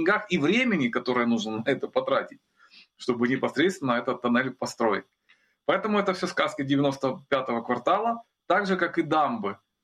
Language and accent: Russian; Kyiv, Ukraine; как коренного киевлянина